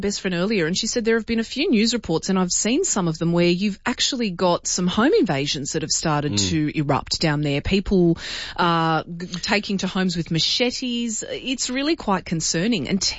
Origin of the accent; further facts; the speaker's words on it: Canberra, Australian Capital Territory, Australia; moved away; also born or lived in Castle Hill; the suburbs that I grew up in Canberra. Leafy, beautiful homes, room for your kids to run around in the backyard.